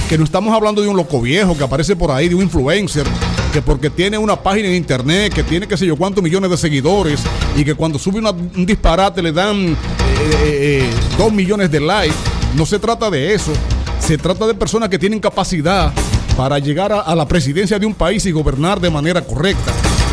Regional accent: Dominican Republic; somos dominicanos y queremos cuidar este país.

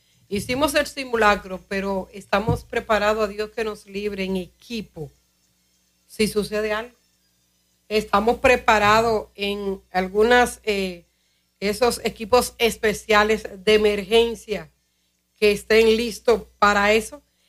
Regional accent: Dominican Republic

